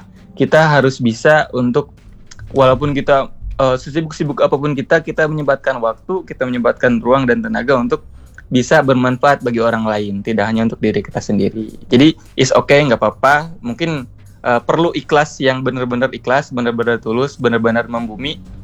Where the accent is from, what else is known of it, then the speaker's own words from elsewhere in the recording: Kuningan, West Java, Indonesia; Aku asalnya Kuningan.